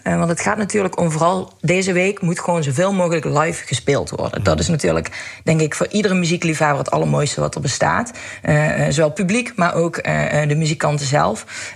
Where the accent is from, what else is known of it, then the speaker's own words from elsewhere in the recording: Limburg, Netherlands; we trots zijn dat we uit Limburg komen.